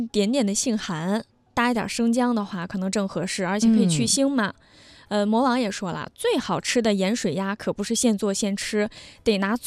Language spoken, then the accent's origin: Chinese; Nanjing, Jiangsu, China; 因为我们南京人啊，每家都有自己的配方。